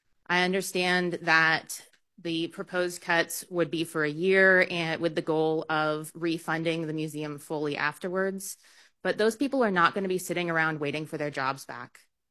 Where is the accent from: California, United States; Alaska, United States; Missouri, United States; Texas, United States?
Alaska, United States; Anchorage; moved away as an adult; now in Juneau, United States; as someone who moved here 3 years ago, I was born and raised in Anchorage, spent some time outside and moved back home, but to Juneau.